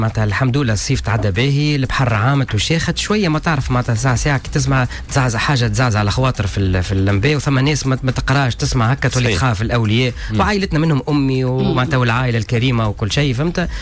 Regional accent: Tunisia

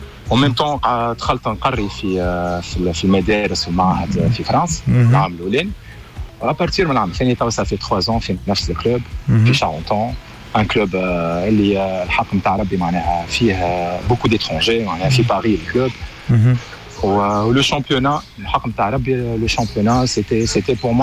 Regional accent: Tunisia; moved away as an adult; now in France; انا خرجت من تونس

